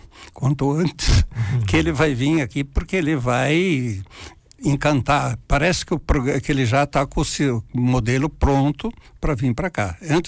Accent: Carlos Barbosa, Rio Grande do Sul, Brazil; lá no meu bairro, lá que era Ponte Seca, né?

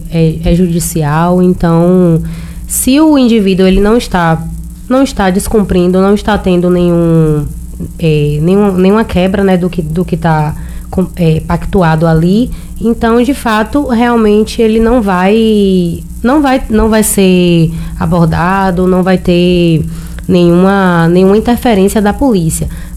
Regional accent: Feira de Santana, Bahia, Brazil; Feira de Santana, sou de Feira de Santana

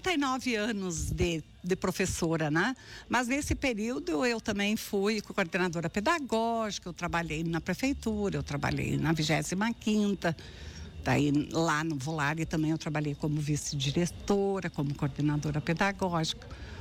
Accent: Ibirapuitã, Rio Grande do Sul, Brazil; born there; also born or lived in Quebradentes; now in Soledade, Brazil; Eu vim embora de Ibirapuitã, que eu nasci lá em Quebradentes, morei em Ibirapuitã há muito tempo. E viemos morar para Soledade, é uma terra maravilhosa.

